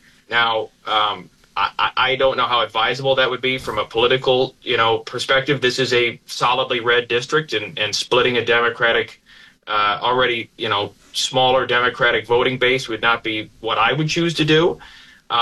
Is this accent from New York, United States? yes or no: yes; Lyons, New York, United States; where I grew up in Lyons